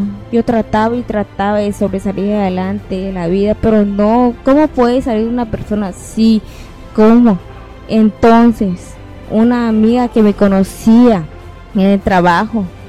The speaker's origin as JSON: {"language": "Spanish", "town": "Chetumal", "region": "Quintana Roo", "country": "Mexico", "said": "Yo soy de Chetumal y trabajo en el mercado."}